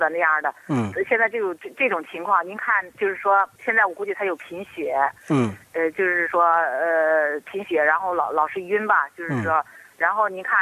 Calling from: Baoding, Hebei, China; 哎，你好，我是保定的。

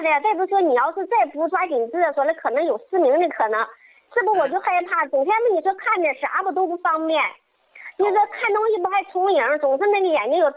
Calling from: Qinhuangdao, Hebei, China; 我家是秦皇岛的。

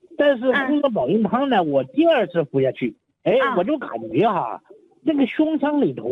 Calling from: Anhui, China; 我是安徽的

